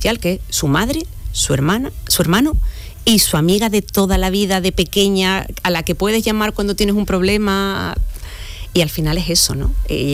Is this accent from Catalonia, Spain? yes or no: no; Las Cabezas de San Juan, Andalusia, Spain; born there; mi pueblo, que es Las Cabezas de San Juan, que me inspira mucho